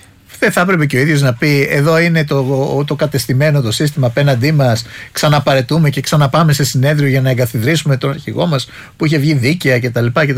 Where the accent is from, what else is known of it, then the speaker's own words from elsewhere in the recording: Greece; και ως Έλληνες είμαστε πολύ περήφανοι